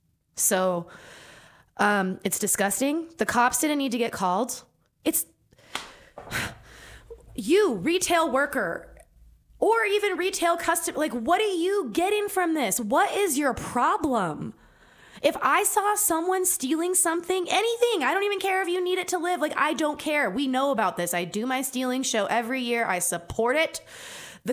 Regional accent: Santa Fe, New Mexico, United States; growing up in Santa Fe.

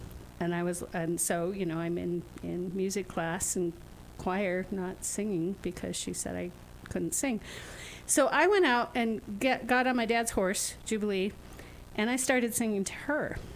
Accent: Adrian, Michigan, United States; now in Madrid, New Mexico, United States; So I grew up in Michigan in a little town called Adrian. And we had a little horse farm.

